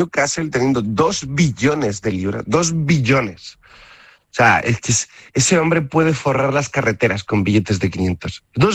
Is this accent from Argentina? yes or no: no; Zaragoza, Aragon, Spain; Soy bastante yo de mi tierra, tío. Parece que no, pero bastante de mi tierra. No lo parece, ¿eh? No, nunca hago mención gratis a Aragón y Zaragoza.